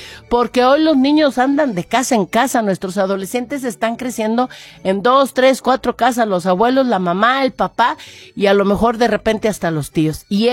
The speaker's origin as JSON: {"language": "Spanish", "region": "Aguascalientes", "country": "Mexico", "tie": "born or raised there", "said": "Yo me acuerdo mucho conforme yo fui creciendo aquí en Aguascalientes"}